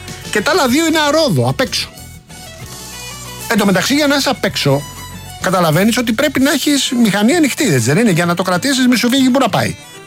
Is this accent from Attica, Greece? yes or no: yes; Rafina, Attica, Greece; Τι γίνεται στην πατρίδα μου, στη Ράφινα, παιδιά.